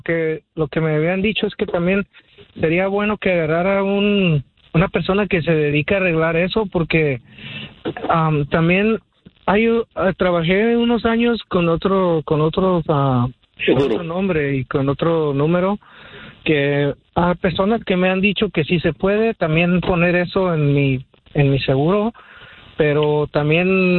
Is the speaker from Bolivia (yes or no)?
no; León, Guanajuato, Mexico; Yo soy de Guanajuato.